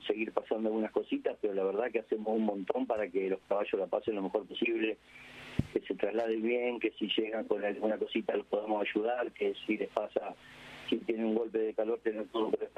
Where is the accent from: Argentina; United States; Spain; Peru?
Argentina; Lincoln, Buenos Aires Province; moved away as an adult; now in San Isidro, Argentina; La verdad que a mí me gustó siempre, de chico, en Lincoln.